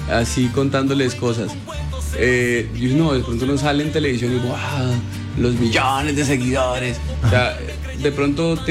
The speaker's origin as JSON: {"language": "Spanish", "town": "Rivera", "region": "Huila", "country": "Colombia", "tie": "born or raised there", "also_born_or_lived": "San Vicente del Caguán"}